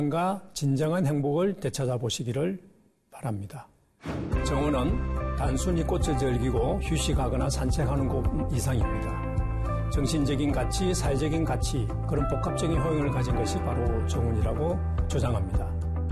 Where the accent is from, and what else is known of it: South Korea